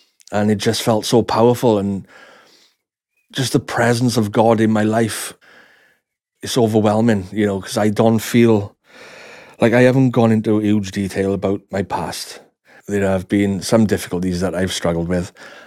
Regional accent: Ebbw Vale, Wales, United Kingdom; I'm from Ebervale, South Wales. I've always been a believer in God since I was very young. I went to a Catholic school when I was growing up, and then on to a secondary school, which was Catholic as well.

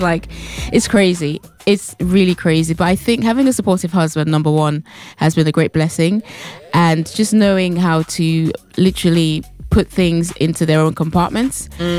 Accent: Nigeria; moved away; also born or lived in United Kingdom; So even though I was born in the UK, I grew up in Nigeria. And in that era, I was in Nigeria.

